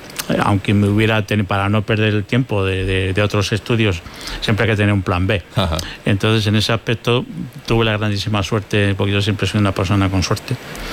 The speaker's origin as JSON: {"language": "Spanish", "town": "Alcázar de San Juan", "region": "Castilla-La Mancha", "country": "Spain", "said": "yo soy de Alcázar de San Juan, que es un pueblo de tradición ferroviaria."}